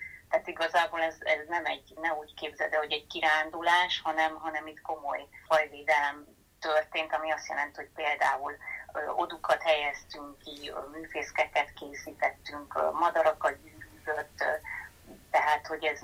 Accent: Eger, Heves, Hungary; Én valójában Egerből származom

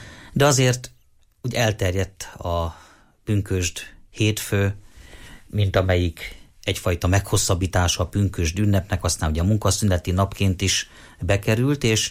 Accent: Sárospatak, Borsod-Abaúj-Zemplén, Hungary; zarándokoljon el az én szülővárosomba, Sárospatakra

